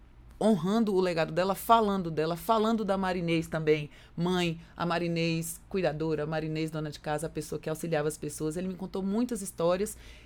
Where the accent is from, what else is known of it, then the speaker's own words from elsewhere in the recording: Pernambuco, Brazil; also born or lived in Cabo de Santo Agostinho, Pernambuco; me identifico nessa história como uma pessoa pernambucana, que eu nasci no Cabo, mas eu me criei no sertão.